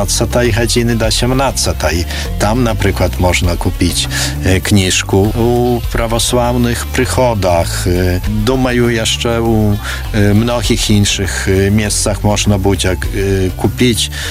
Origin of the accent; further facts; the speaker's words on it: Białystok, Podlaskie Voivodeship, Poland; also born or lived in Krynki; Я сам нарадзіўся ў Крынках. Яшчэ калісь нават быў у шпіталі ў Крынках, калі радзіўся. Але сам выхаваны ў Беластоку, а мае продкі звязаныя з вёскамі ваколіц Крынак найменш ад 17-го стагоддзя. Вывеў радавод свой ад канца 17-го.